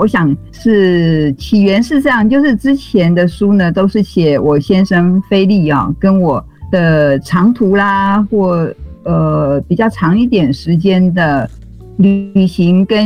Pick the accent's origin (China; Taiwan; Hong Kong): Taiwan; first language Taiwanese Hokkien; Chinese is a second language; moved away as an adult; now in France; 对我的母语台语还有我先生的母语法语啊，